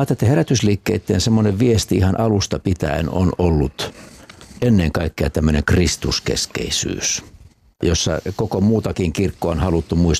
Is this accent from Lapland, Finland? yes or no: no; South Ostrobothnia, Finland; siellä mun omilla synnyin sijoilla Etelä-Pohjanmaalla